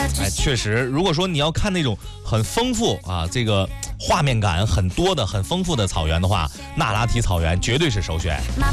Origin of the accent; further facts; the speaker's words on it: Qiqihar, Heilongjiang, China; 因为我小时候是在黑龙江的齐齐哈尔长大的